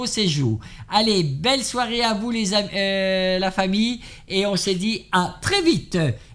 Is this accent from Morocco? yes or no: no; Grand Est, France; Tu seras le bienvenu chez nous en Alsace.